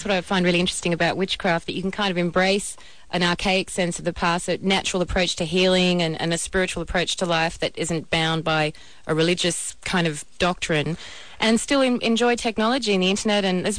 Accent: Australia; moved away; growing up in Australia

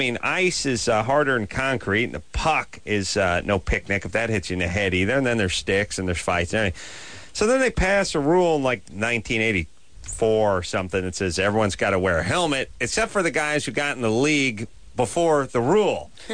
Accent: North Hollywood, California, United States; No, I'm from North Hollywood.

